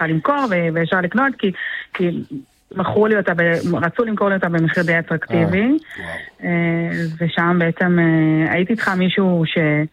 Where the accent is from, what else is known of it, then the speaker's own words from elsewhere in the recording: Rishon LeZion, Central District, Israel; אני מראשון.